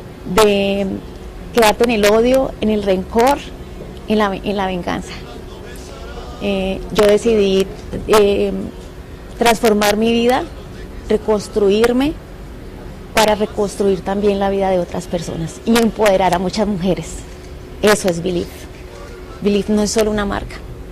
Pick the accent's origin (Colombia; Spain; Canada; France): Colombia; de quiénes somos los colombianos.